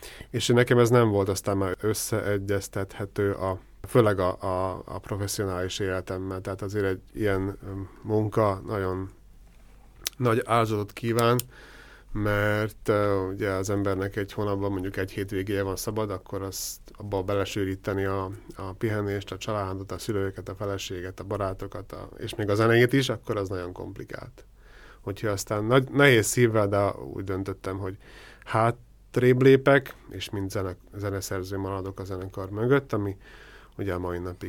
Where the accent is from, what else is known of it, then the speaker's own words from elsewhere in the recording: Kolárovo, Nitra Region, Slovakia; Hát én Gutáról származom, ami ugye Komáromtól kb. 20 kilométerre van. Ott születtem egy abszolút nem zenei érdekeltséggel elállított családba.